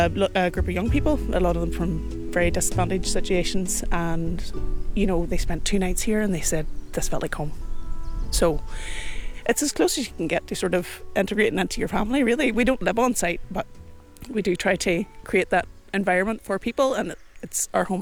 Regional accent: Ringsend, Northern Ireland, United Kingdom; Over Ringsend, just outside Coleraine. Garva, yeah.

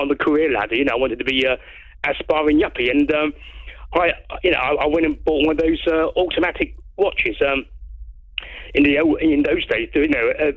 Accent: Brighton, South East England, United Kingdom; now in Crawley, United Kingdom; I was back home in Brighton, you know, my hometown, you know, where I was born and brought up. But I'm back in Crawley today.

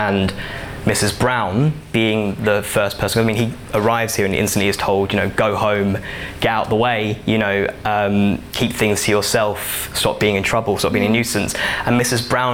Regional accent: Ilford, London, United Kingdom; Like, I'm from Ilford, so there's loads, it's a very strong South Asian base there.

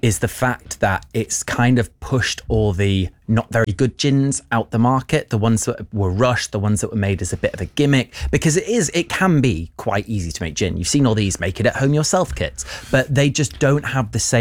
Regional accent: Yorkshire and the Humber, United Kingdom; accent: Yorkshire; as I say in my Yorkshire accent

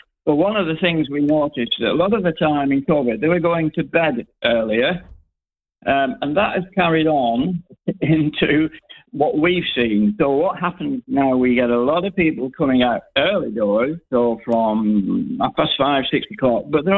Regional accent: Oldham, North West England, United Kingdom; also born or lived in Somerset / Northampton; now in Farthingstone, United Kingdom; No, I'm from Oldham in Lancashire.

